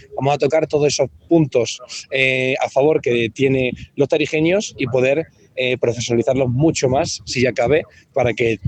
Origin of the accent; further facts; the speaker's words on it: Extremadura, Spain; moved away as an adult; also born or lived in London; yo me formé, soy extremeño de español, me formé en Londres, estuve cuatro años en Londres trabajando en distintos restaurantes